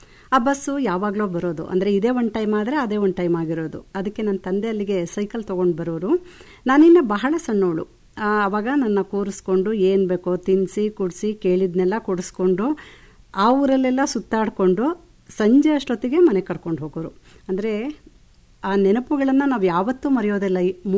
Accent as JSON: {"language": "Kannada", "region": "Karnataka", "country": "India", "tie": "born or raised there", "also_born_or_lived": "Hassan", "said": "ಹಾಸನದಿಂದ ಇಲ್ಲೇ ಸ್ವಲ್ಪ ದೂರದಲ್ಲಿ ನಮ್ಮೂರಿದೆ"}